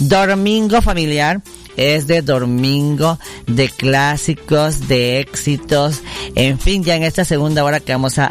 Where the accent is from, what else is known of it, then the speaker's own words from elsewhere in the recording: Jiquipilas, Chiapas, Mexico; now in Tuxtla Gutiérrez, Mexico; municipio de Jiquipilas, mi pueblo querido, por cierto, que lo amo mucho, mi pueblo.